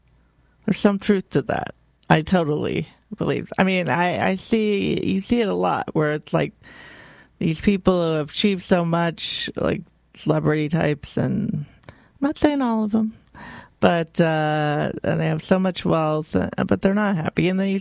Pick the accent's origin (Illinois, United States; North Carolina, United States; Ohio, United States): Ohio, United States; Other than I'm from Ohio, too. Not from Dayton.